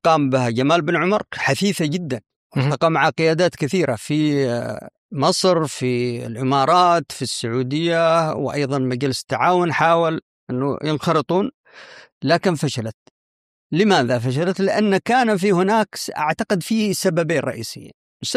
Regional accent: Yemen

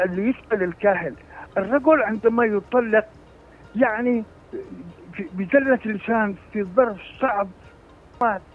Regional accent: Aden, Yemen

